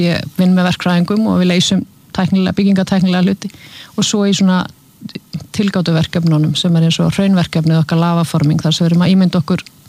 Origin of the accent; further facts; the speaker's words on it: Húsavík, Northeastern Region, Iceland; Já Ég er frá Húsavík Fóreldra minni frá Akureyri og Húsavík